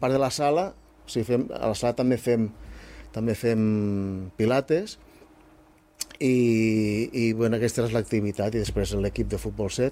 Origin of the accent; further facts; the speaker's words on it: Sant Fruitós de Bages, Catalonia, Spain; moved away as an adult; also born or lived in Manresa; now in Rajadell, Spain; jo sóc de Manresa, bueno, de Sant Fruitós, vaig viure molts anys a Manresa, i el 2002 vaig anar a viure a Rajadell, i jo ara em sento totalment rajadellent